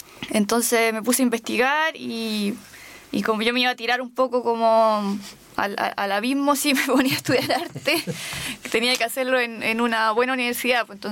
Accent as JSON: {"language": "Spanish", "town": "Rari", "region": "Maule", "country": "Chile", "tie": "born or raised there", "also_born_or_lived": "Linares", "said": "yo soy nacida y criada acá en Rari, específicamente en el sector de Rari Adentro."}